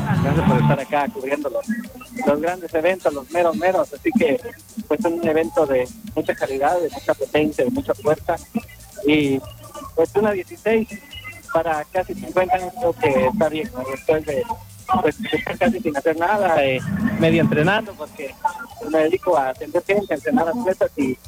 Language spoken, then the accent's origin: Spanish; Cobán, Alta Verapaz, Guatemala; Yo soy de Cobán, aquí nací como atleta y en Salamana sí hace 49 años, así que somos puros paisanos. Aquí estudié